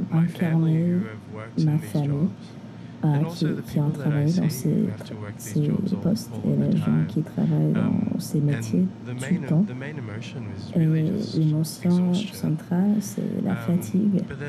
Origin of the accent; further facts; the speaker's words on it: Australia; moi je n'ai pas grandi aux Philippines, j'ai grandi en Australie, mais je suis évidemment philippino.